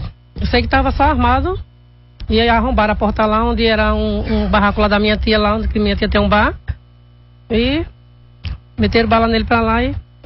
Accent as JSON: {"language": "Portuguese", "town": "Bonito", "country": "Brazil", "lives_now": "Santa Cruz, Brazil", "said": "É, eu sou de Bonito, mas tô morando em Santa Cruz. Faz 5 anos que eu moro em Santa Cruz."}